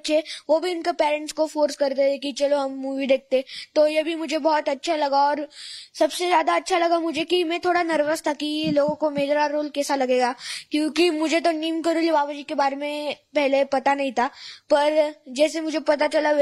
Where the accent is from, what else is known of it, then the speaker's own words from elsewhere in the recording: Maharashtra, India; first language Marathi; Hindi is a second language; मैं मराठी हूँ तो मेरी मातृभाषा मराठी है